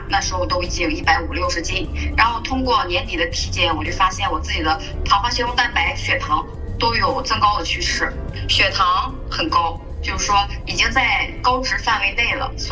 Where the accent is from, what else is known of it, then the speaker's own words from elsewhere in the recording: Shandong, China; 因为我是山东人